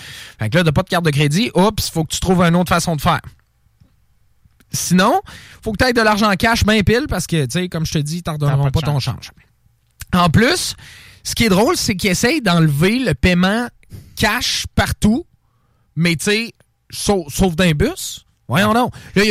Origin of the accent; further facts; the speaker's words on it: Quebec City, Quebec, Canada; Moi, j'habitais à Charlebourg. J'ai grandi à Charlebourg.